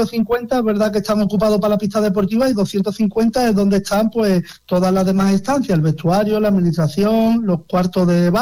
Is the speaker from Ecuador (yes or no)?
no; Algar, Andalusia, Spain; Por supuesto, yo que voy a decir de mi pueblo, ¿no?